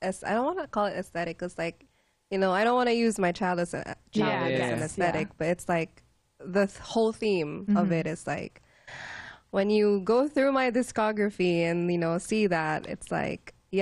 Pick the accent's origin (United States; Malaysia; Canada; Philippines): Philippines; Manila, Metro Manila; moved away; not a lot of people know that I grew up in Tondo.